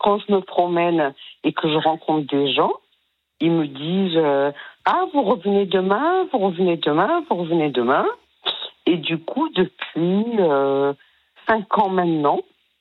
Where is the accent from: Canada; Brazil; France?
France; Le Tampon, Réunion; le hasard, c'est que je suis réunionnaise.